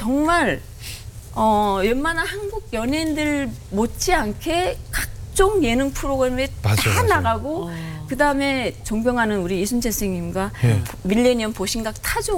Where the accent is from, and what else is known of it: North Korea; accent: North Korean; now in South Korea